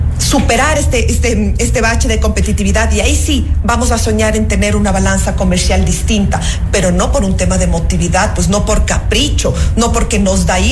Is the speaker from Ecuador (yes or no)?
yes; Ecuador; a nosotros nos ofende como ecuatorianos la balanza comercial.